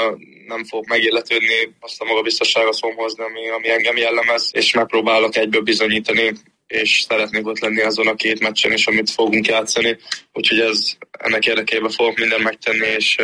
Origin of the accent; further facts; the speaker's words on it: Hungary; Természetesen nagyon fontos a hazám. Szeretem Magyarországot, ott nevelkedtem, úgyhogy minden szál oda fűz.